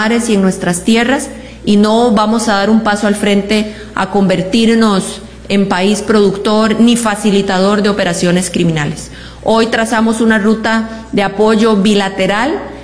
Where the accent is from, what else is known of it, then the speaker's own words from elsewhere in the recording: Costa Rica; Nosotros como pueblo costarricense vamos a cerrar nuestras filas para hacer aún mayores esfuerzos para evitar que el flagelo del narcotráfico se posicione en Costa Rica.